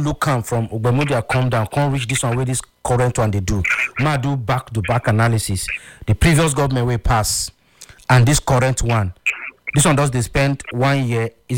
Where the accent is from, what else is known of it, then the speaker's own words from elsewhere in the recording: Oron, Akwa Ibom, Nigeria; Well, my brother, we come from Oron.